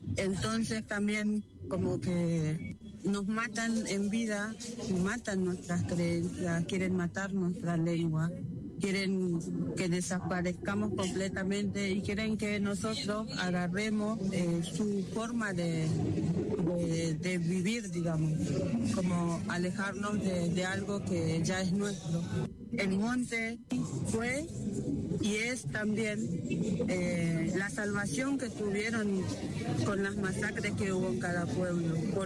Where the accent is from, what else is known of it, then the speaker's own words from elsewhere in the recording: Rosario, Santa Fe, Argentina; vengo de Rosario, soy de la comunidad Kom.